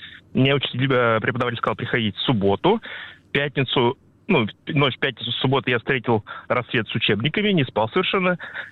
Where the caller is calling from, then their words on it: Ufa, Bashkortostan, Russia; я из Уфы.